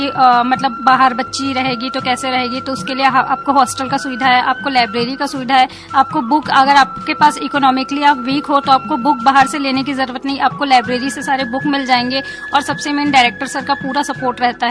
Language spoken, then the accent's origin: Hindi; Chhattisgarh, India; जरूर सर, जरूर, इसीलिए मैं छत्तीसगढ़ से यहाँ आई हूँ